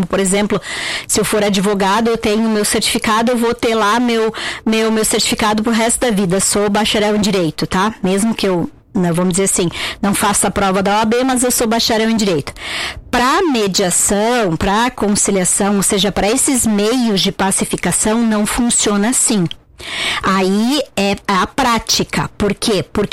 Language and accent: Portuguese; Nova Petrópolis, Rio Grande do Sul, Brazil; also born or lived in Porto Alegre; now in Nova Prata, Brazil; eu venho de Porto Alegre, eu sou de Nova Petrópolis, morava em Porto Alegre e agora estou aqui em Nova Prata.